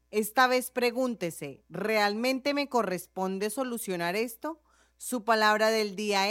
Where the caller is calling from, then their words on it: Río Hato, Coclé, Panama; de Río Hato.